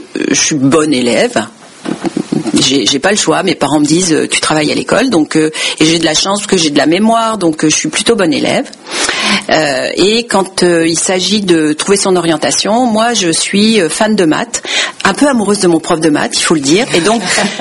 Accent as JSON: {"language": "French", "region": "Grand Est", "country": "France", "tie": "born there", "moved": "as an adult", "said": "je suis née en Lorraine, dans une famille très modeste, il y a 63 ans. Je suis née en 1963 et mes grands-parents étaient immigrés italiens. … Je parle pas très bien italien parce qu'on ne me l'a jamais appris."}